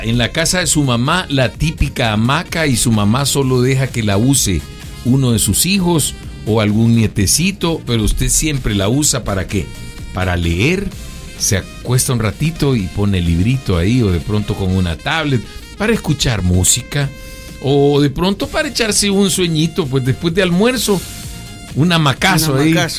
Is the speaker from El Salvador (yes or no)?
yes; El Salvador; Como buen salvadoreño, siempre se echa el rollo